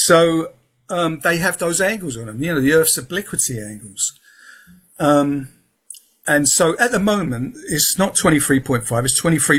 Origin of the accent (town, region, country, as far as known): London, United Kingdom; born or raised there; accent: Peckham, Southeast London